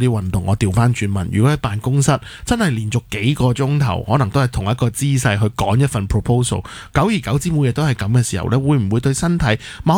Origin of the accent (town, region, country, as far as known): Hong Kong